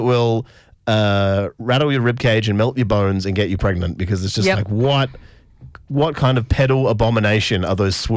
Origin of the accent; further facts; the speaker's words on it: Australia; being an Australian and a heavy music fan